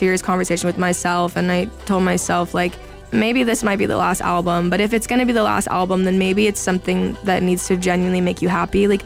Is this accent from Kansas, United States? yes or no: yes; Wichita, Kansas, United States; growing up in Wichita.